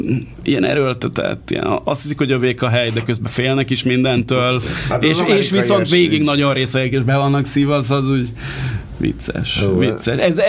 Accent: Hungary

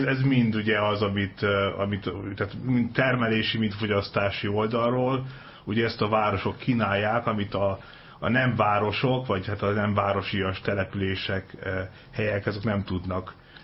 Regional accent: Békés, Hungary; én is egy ilyen helyről jöttem eredetileg, én ilyen 5000 fős településen nőttem fel Békés megyében, és ez nem volt városias

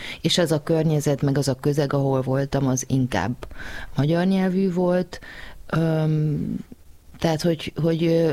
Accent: Transylvania, Romania; born or raised there; moved away

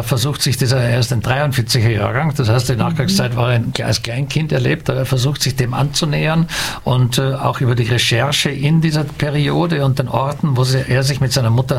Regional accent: Graz, Styria, Austria; Ich bin Grazer

